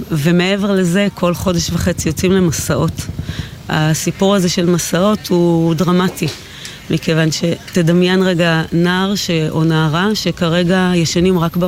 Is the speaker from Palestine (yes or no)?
yes; Gush Katif, Gaza Strip, Palestine; now in Sderot, Israel; גדלתי בגוש קטיף